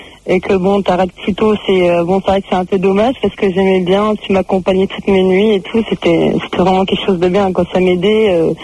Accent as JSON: {"language": "French", "country": "Turkey", "said": "C'était d'origine, je suis turque et j'étais en vacances."}